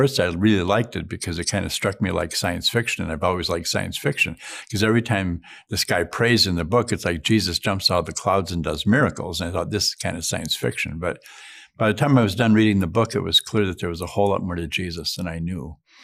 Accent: Duluth, Minnesota, United States; including the bishop of my hometown, the Bishop of Duluth.

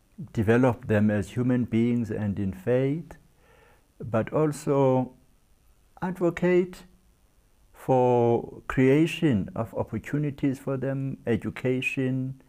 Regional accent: Eastern Cape, South Africa; when I say I'm from Tata, Eastern Cape, I always say where Nelson Mandela is born and buried.

